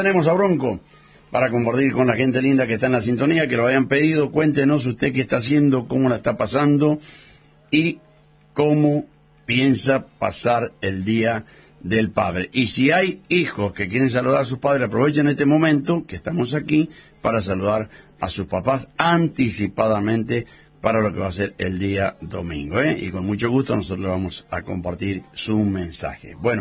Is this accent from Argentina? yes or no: yes; Argentina; nos identificamos como argentinos nacidos en esta tierra.